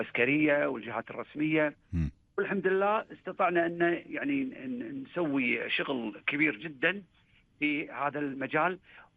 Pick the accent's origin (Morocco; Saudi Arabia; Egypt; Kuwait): Kuwait; عندنا بالكويت ما يصير واحد يفتح له حتى البقاله بدون مرخصه.